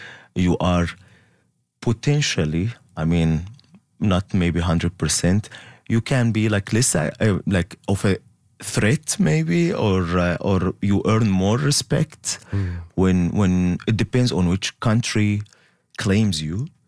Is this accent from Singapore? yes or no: no; Syria; now in Toronto, Canada; I went to bed that night only as Syrian, and I woke up the next day as a Canadian